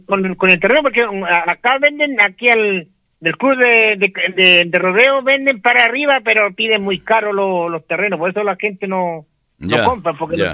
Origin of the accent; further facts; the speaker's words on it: Chile; yo soy nacido y criado en Coyipulli